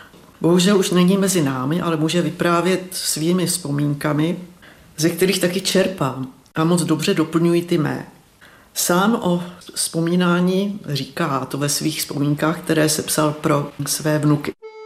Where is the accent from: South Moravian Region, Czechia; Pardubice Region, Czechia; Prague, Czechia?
Prague, Czechia; Já jsem vyrůstala v Praze v měšťanské rodině, kterou tvořili vzdělaní a otevření lidé